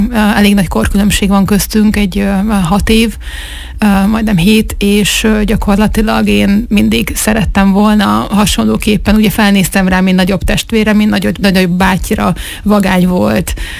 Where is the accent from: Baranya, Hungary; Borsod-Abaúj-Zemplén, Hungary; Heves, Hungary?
Borsod-Abaúj-Zemplén, Hungary; Miskolc; Igen, én itt Miskolcon születtem, és itt is nőttem fel, úgyhogy én egy hamisítatlan miskolci lakos vagyok.